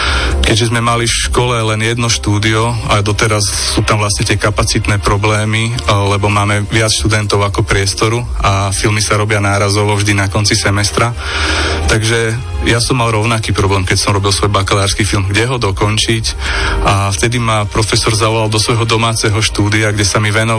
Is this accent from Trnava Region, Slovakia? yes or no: yes; Sereď, Trnava Region, Slovakia; ja som rodák zo Serede